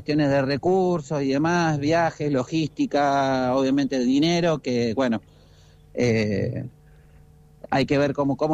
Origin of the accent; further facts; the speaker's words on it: Puerto Madryn, Chubut, Argentina; now in Córdoba, Argentina; siempre mi corazón está con el sur, obviamente, porque fue el lugar donde nací, donde me crié. Bueno, me crié en realidad en Puerto Madryn, y siempre tengo muchos recuerdos y mucho cariño hacia la zona.